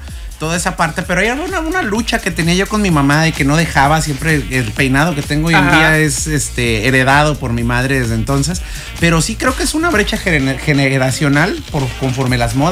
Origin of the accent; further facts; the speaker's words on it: Michoacán, Mexico; moved away; Mari y yo venimos de Michoacán